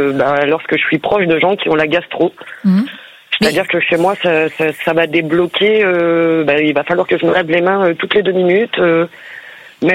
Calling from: Blois, Centre-Val de Loire, France; Je vous appelle de la commune de Blois.

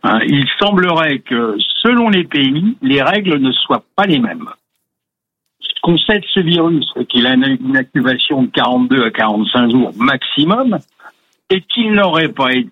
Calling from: Annecy, Auvergne-Rhône-Alpes, France; Je vous appelle du bord de l'Ec d'Annecy

